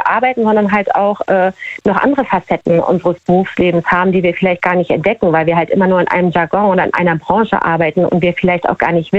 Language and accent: German; Hamburg, Germany; Ich komme aus Hamburg